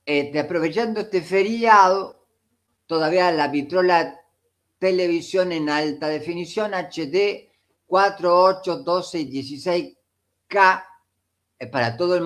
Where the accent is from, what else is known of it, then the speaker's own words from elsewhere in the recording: Argentina; soy locutor de la República Argentina